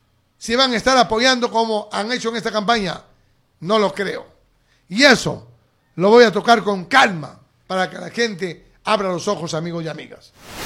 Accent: Jamalca, Amazonas, Peru; Yo trabajo pensando en mi pueblo de Jamalca, que confío en mí y que las obras no deben detenerse y deben continuar por el bienestar de todos los jamalquinos.

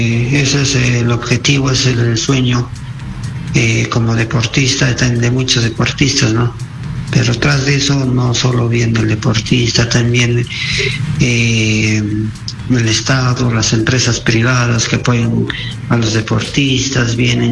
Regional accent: Peru; o a todos los peruanos

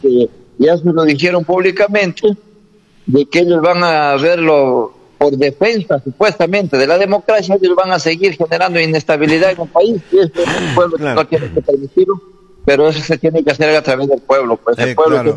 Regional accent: Peru; tenemos que desgraciadamente nosotros como peruanos tomarse esa batuta

